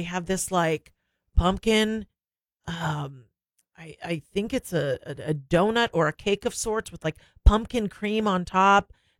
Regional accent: Jackson, Ohio, United States; will be in my hometown of Jackson this Saturday.

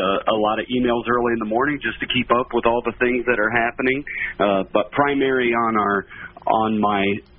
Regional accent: Marshalltown, Iowa, United States; I'm also longing for my hometown.

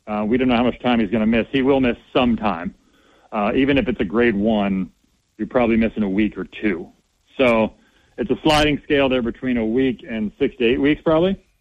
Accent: Florida, United States; because I'm from Florida, so I've been through every storm possible.

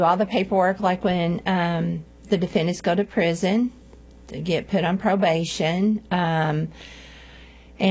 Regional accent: St. Francis County, Arkansas, United States; I was born and raised in San Francis County. I've lived here my whole life.

